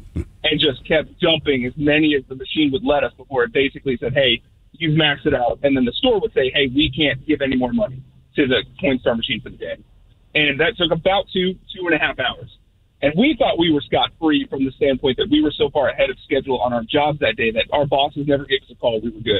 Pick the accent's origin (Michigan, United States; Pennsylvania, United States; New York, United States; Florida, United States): Florida, United States; I grew up in Florida, and we sang that song when I was about 10 years old.